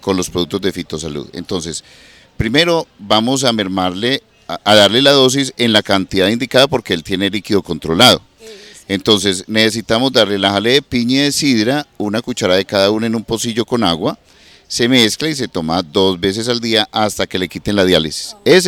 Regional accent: Medellín, Antioquia, Colombia; also born or lived in San Martín; ahí en la curva, eso se llama Chile con Darién, ahí me crié yo. Me crié porque yo nací propiamente en San Martín.

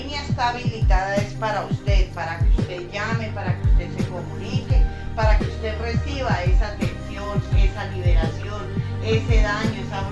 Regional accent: San Antonio de Prado, Antioquia, Colombia; soy de San Antonio de Prado.

